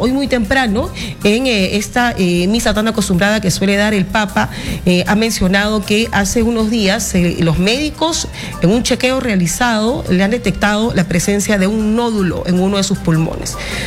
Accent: Peru; now in Lima, Peru

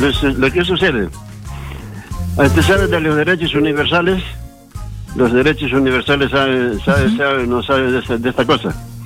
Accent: Uruguay; de Uruguay, también de acá de Cada.

